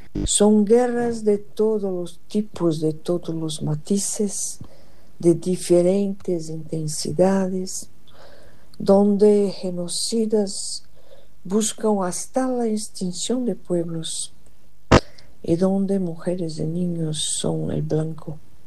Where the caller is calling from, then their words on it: São Paulo, Brazil; de São Paulo, Brasil.